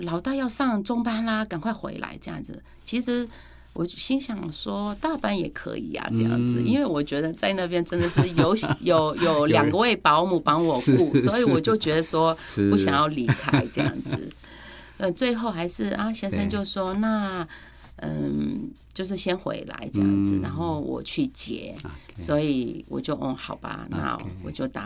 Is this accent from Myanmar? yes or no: yes; Myanmar; moved away as an adult; now in Taiwan; 我一直都是说我是缅甸人。